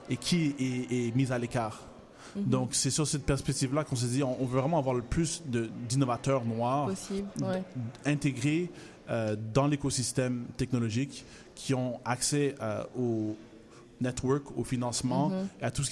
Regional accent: Montreal, Quebec, Canada; j'ai grandi à Montréal, mm-hmm. plein de diversité

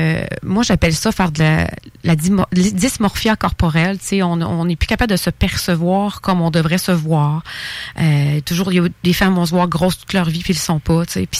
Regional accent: Thetford Mines, Quebec, Canada; Moi, je viens de Tetford Mines.

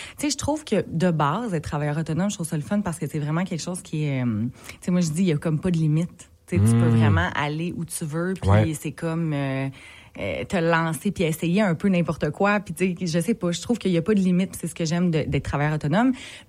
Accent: Saint-Bruno-de-Montarville, Quebec, Canada; Saint-Bruno de Montarville.

